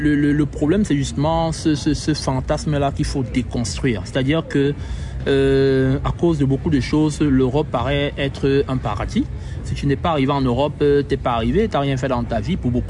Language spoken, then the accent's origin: French; Cameroon